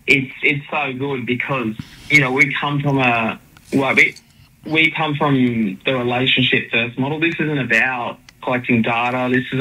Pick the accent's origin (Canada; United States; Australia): Australia; Dapto, New South Wales; when I grew up in Dapto